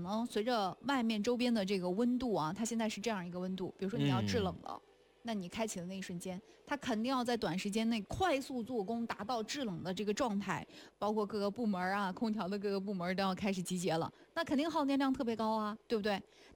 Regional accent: Dalian, Liaoning, China; now in Beijing, China; 但我们家的确就是大连，我老家大连，因为靠近海边，夏天的确得用除湿，

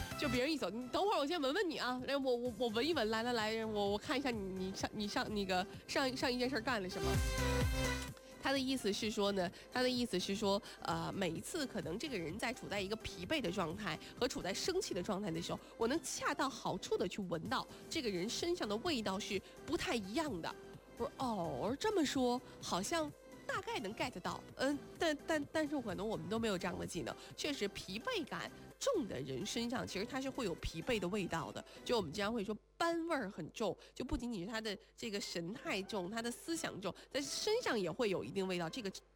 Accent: Shanxi, China; moved away; 就拿我作为山西人来说

